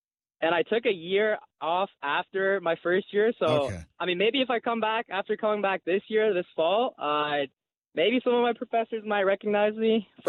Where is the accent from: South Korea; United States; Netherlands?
South Korea; moved away; Like ever since I was young, because I'm from South Korea, right?